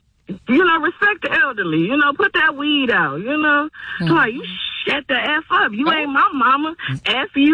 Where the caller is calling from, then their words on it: East Cleveland, Ohio, United States; But I'm from East Cleveland.